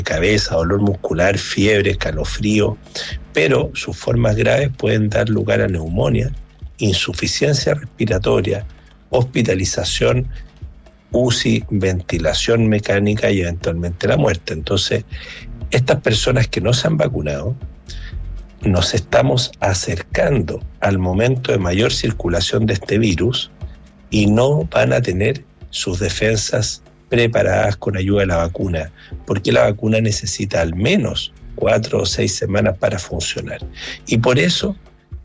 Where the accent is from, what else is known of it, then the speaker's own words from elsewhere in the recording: Viña del Mar, Valparaíso, Chile; como buen viñamarino, soy del Ayrton